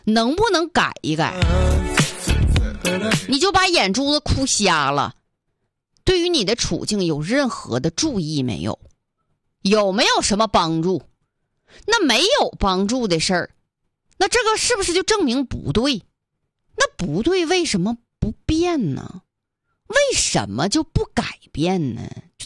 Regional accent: Northeast China, China; 俺们东北话说

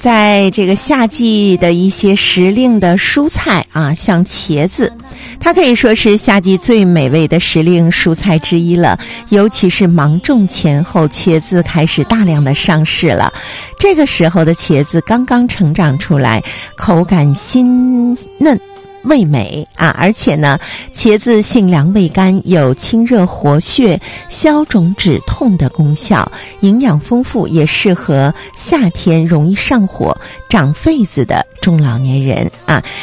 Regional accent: Northeast China, China; 咱们东北人比较爱吃的

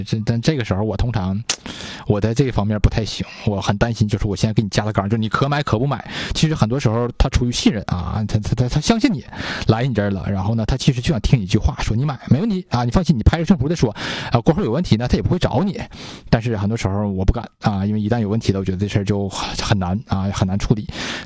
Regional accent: Northeast China, China; 这个时候我们东北话叫加杆是吧

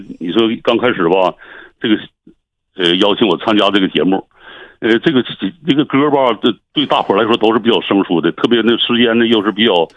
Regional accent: Jilin, China; 咱们吉林人的那个风采

